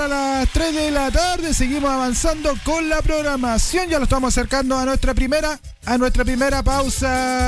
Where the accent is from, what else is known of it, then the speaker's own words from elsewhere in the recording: La Serena, Coquimbo, Chile; also born or lived in Elqui Valley; Este mito se llama Serena, mi tierra natal, para todos los serenenses, ¿eh? Para toda la ciudad de La Serena